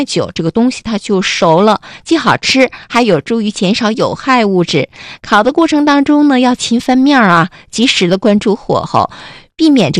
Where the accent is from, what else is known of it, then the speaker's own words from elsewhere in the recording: Northeast China, China; 你看咱们东北人吃东西啊，口味就是比较浓郁醇厚，